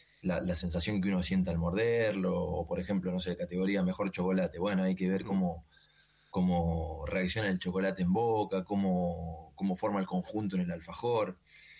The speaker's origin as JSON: {"language": "Spanish", "country": "Argentina", "said": "somos los argentinos"}